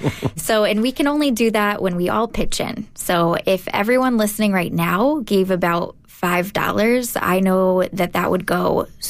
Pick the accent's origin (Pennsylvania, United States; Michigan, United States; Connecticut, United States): Connecticut, United States; Connecticut, it's my home state